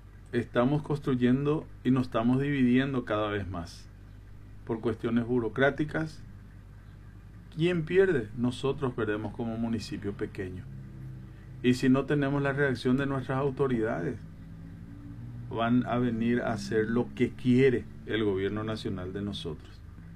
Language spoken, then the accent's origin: Spanish; Presidente Franco, Alto Paraná, Paraguay; Expreso mi indignación como ciudadano paraguayo, franqueño